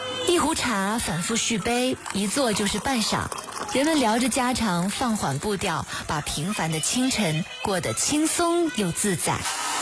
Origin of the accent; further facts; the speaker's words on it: Harbin, Heilongjiang, China; 作为一个哈尔滨人，打小就偏爱东北菜，